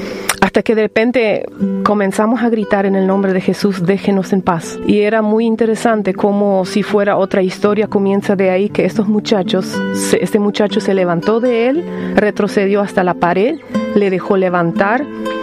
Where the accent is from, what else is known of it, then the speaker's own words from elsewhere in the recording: Paraguay; del Paraguay.